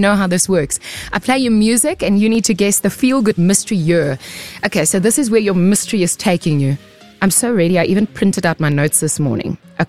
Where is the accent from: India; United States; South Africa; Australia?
South Africa; You know, us as South Africans, yo, I love being South African so much.